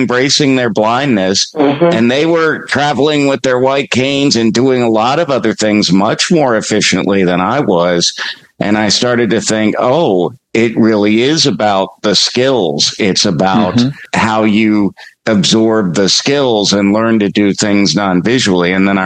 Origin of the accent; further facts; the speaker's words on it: South Carolina, United States; So I have to shout out to this person because they're from my home state of South Carolina.